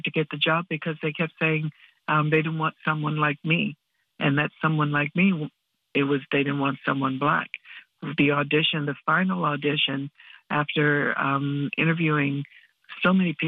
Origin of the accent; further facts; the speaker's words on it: Wickliffe, Ohio, United States; from Wycliffe, Ohio.